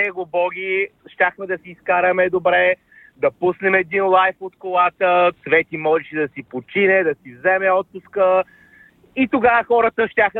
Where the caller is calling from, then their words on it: Varna, Varna Province, Bulgaria; съм от Варна.